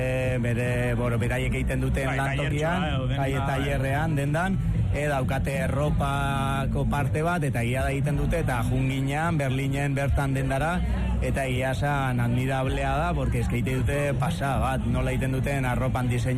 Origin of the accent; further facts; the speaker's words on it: San Sebastián, Basque Country, Spain; eta bueno, ni Donostiarra naiz, baina bueno, ordubeteko bidai horretan gutxi